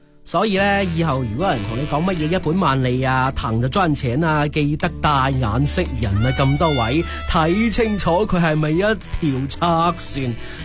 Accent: Guangdong, China; 呢一句说话体现出我哋广东人好务实、好拼搏嘅精神。

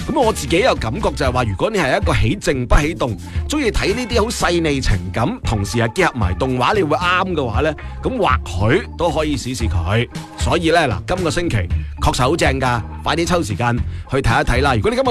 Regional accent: Guangdong, China

